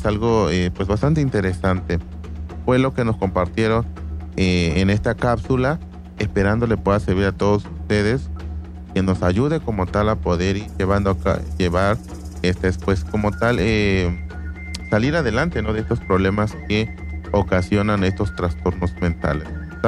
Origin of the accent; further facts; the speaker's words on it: Mexico; estas festividades que se realizan en nuestro país y el cual disfrutamos mucho todos los mexicanos